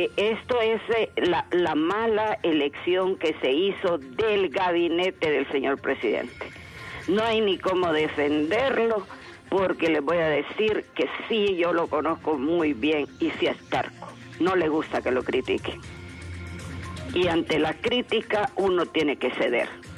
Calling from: Honduras; como buena hondureña

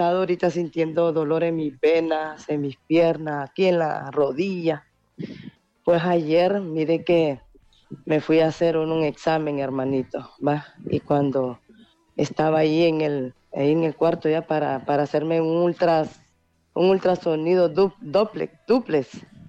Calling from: El Progreso, Yoro, Honduras; de Progreso Lloro.

